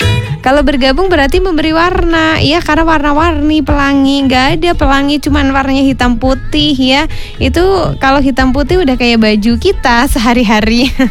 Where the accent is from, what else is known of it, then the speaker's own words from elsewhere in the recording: Indonesia; kita harus tetap cinta Indonesia karena kita lahir di Indonesia, tumbuh di Indonesia.